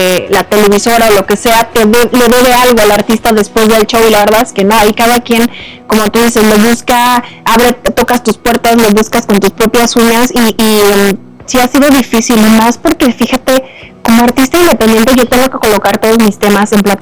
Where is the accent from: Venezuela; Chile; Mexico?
Mexico; Culiacán, Sinaloa; moved away as an adult; now in Mexico City, Mexico; Yo soy de Culiacán.